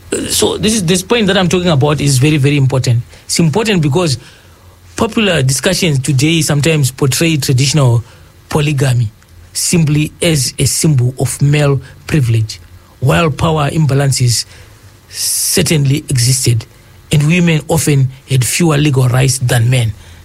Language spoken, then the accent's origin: English; Zimbabwe; I'm also from the Shona. This is the reason why I said I would want to, yes, tell you, I would want to, yes, paint that picture of what I understand from my culture, the Shonas of Zimbabwe.